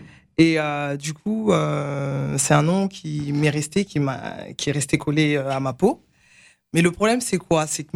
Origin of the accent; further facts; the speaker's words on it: Saint-Denis, Île-de-France, France; also born or lived in Paris; De mes origines, je pense, africaines. Et de là où je viens, parce que j'ai grandi à Saint-Denis, je suis née à Paris 19e.